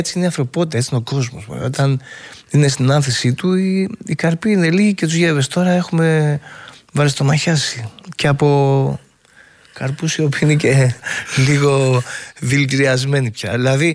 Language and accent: Greek; Piraeus, Attica, Greece; born there; also born or lived in Amygdalia, Phocis; Εγώ γεννήθηκα στον Πειραιά